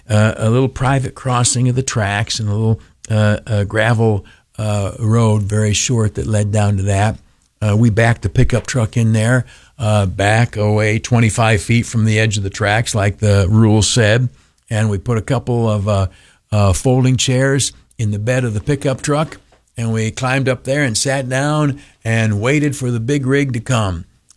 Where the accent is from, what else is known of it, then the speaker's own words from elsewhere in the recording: Canastillo, New York, United States; we drove down to my hometown, a place called Canastillo, New York, in Steuben County in the Southern Tier. And I lived part of my time growing up with my grandmother out on the Willow Bend Road.